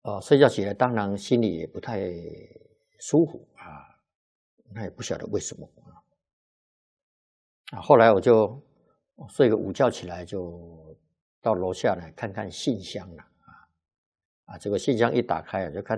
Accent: Wudu, Keelung, Taiwan; 因为我小时候在那个戏子要我们以前住五堵那么要我母亲初二回娘家那个时候还没有桥我那个三舅那个时候也在摆渡所以要坐那个渡船。

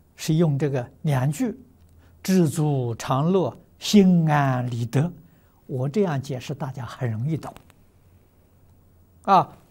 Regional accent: China; 我们中国人常常讲的回首如意

